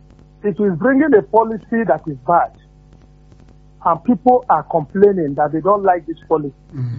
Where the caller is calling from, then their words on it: Nigeria; I'm calling from Olegu.